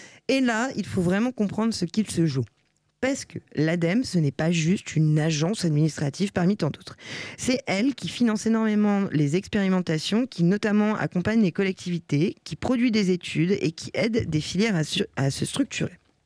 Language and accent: French; Lille, Hauts-de-France, France; now in Nantes, France; Je viens du Nord